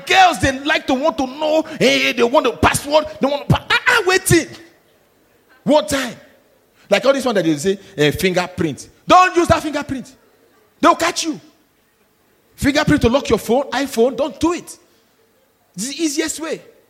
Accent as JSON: {"language": "English", "country": "Nigeria", "said": "I'm Nigerian."}